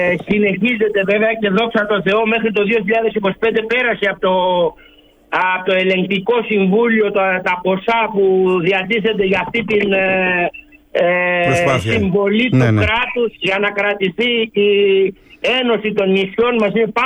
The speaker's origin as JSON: {"language": "Greek", "town": "Skyros", "region": "Central Greece", "country": "Greece", "tie": "born or raised there", "said": "Έχω γεννηθεί εδώ στη Σκύρο, οπότε ως εκ τούτου έχω αυτό το μπλε της θάλασσας, αυτό που μας συνεπήρε βέβαια όλους τους ναυτικούς. Μεγάλωσα μέσα στη θάλασσα, μέσα στις βάρκες, μέσα στα καΐκια."}